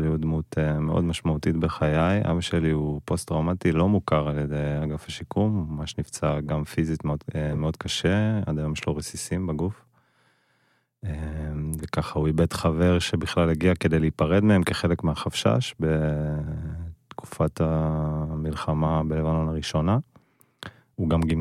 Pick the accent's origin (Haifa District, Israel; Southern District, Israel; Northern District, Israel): Northern District, Israel; Kfar Tavor; גדלתי בכפר תבור